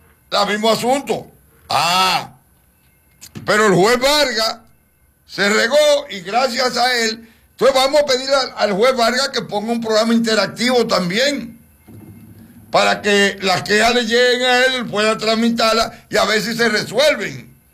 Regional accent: Dominican Republic; Y después, por mi país.

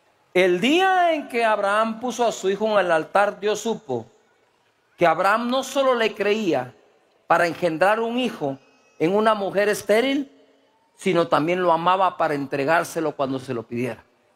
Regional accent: Guatemala

